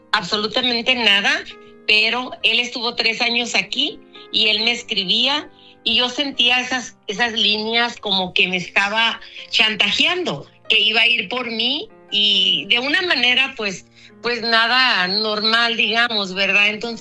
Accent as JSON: {"language": "Spanish", "town": "Mocorito", "region": "Sinaloa", "country": "Mexico", "tie": "born there", "said": "En México, yo nací en Sinaloa. Nací en un pueblito que está para la sierra de Sinaloa y pertenece a Mocorito, es un pueblo pequeño."}